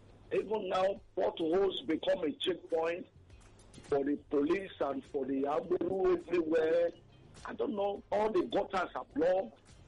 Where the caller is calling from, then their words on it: Ojo, Lagos, Nigeria; I'm calling from Ojo.